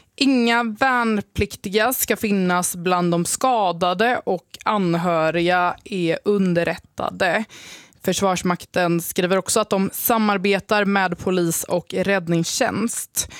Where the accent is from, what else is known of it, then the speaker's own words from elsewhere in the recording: Gothenburg, Västra Götaland County, Sweden; Och de stöter man ju på här alltså ganska ofta som göteborgare.